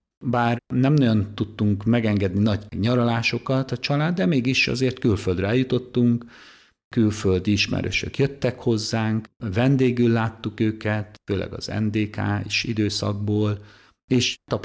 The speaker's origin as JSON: {"language": "Hungarian", "town": "Pécel", "region": "Pest", "country": "Hungary", "tie": "born or raised there", "said": "Pécelről számozom, ott nevelkedtem."}